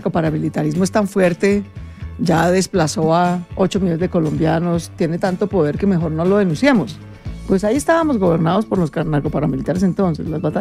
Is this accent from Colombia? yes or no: yes; Colombia; Somos dos colombianos, hemos hecho a pulso, pues ambos hijos de una familia hecha a pulso.